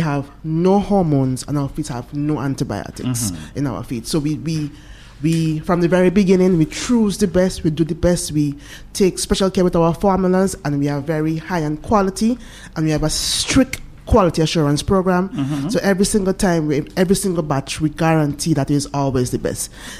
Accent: St. Vincent & Grenadines; To introduce myself, I'm from St. Vincent.

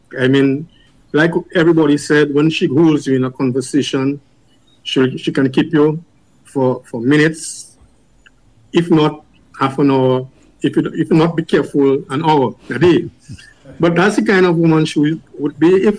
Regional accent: Goodwill, Saint George, Dominica; we grew up in Goodwill

